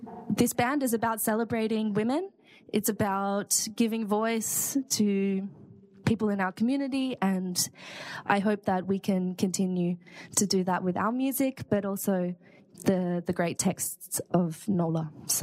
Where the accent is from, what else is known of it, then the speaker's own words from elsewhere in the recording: Perth, Western Australia, Australia; she lives about 300 kilometers north of my hometown, Perth.